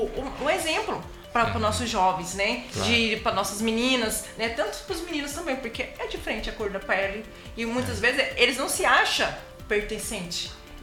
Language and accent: Portuguese; Goiás, Brazil; vim de outro estado, eu vim de Goiás.